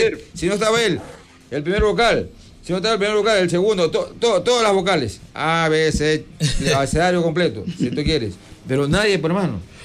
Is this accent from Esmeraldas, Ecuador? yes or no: no; Manabí, Ecuador